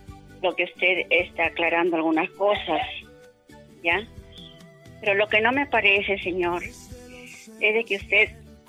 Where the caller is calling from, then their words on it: Chimbote, Ancash, Peru; Soy un oyente de acá de Chimbote, de la radio.